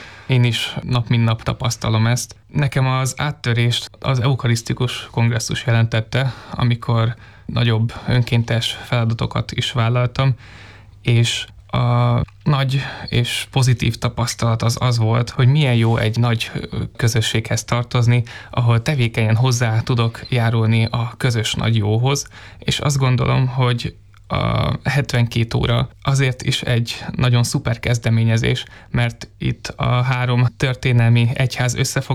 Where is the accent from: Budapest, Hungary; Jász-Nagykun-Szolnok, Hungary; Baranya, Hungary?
Budapest, Hungary; Azt látom, budapestiként, hogy itt a fővárosban annyi számtalan jó lehetőség